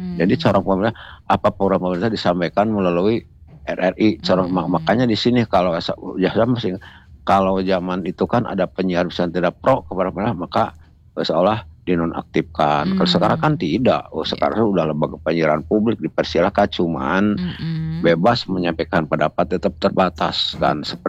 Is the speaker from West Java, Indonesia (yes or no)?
yes; Bogor, West Java, Indonesia; born there; menikah dengan nenek saya, maka lahirlah saya di Bogor itulah seperti itu.